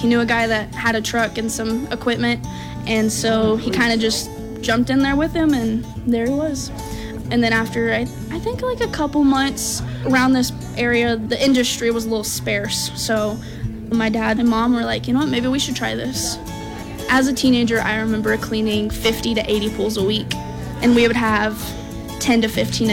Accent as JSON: {"language": "English", "town": "Midland", "region": "Texas", "country": "United States", "tie": "born or raised there", "said": "Growing up in Midland, I definitely got to see the differences of the oil and gas industry and the Western horse cattle industry."}